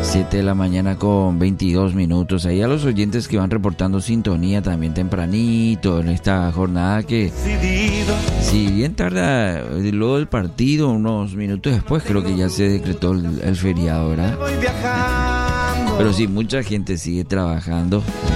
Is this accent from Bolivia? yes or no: no; Paraguay; como paraguayos, nuestra historia está marcada